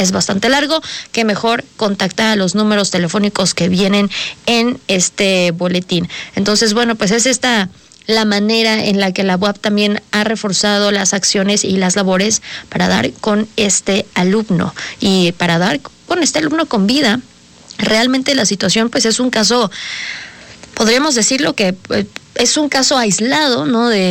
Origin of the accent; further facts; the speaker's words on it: Puebla, Mexico; como poblanas y poblanos